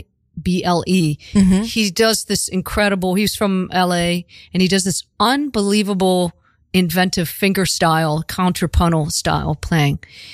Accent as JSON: {"language": "English", "town": "Pittsburgh", "region": "Pennsylvania", "country": "United States", "moved": "as an adult", "lives_now": "New York, United States", "said": "From Pittsburgh"}